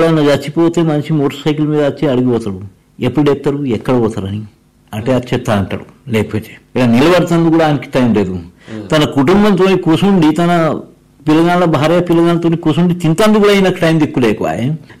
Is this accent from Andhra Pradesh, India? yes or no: no; Adilabad, Telangana, India; born there; నేనైతే ఈయనే పుట్టినా. నేను పుట్టింది ఆదిలాబాద్లోనే.